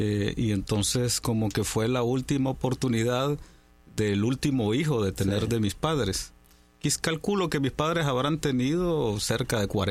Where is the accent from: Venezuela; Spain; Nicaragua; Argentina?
Nicaragua; Managua; born there; Nací en Managua, Nicaragua.